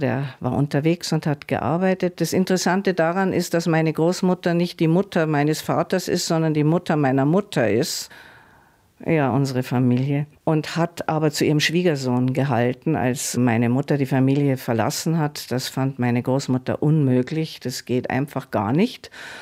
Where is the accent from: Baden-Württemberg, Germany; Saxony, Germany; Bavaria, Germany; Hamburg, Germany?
Bavaria, Germany; Ja, also ich fühle mich immer als Bayer, weil ich nun mal in Bayern geboren bin und sozialisiert wurde.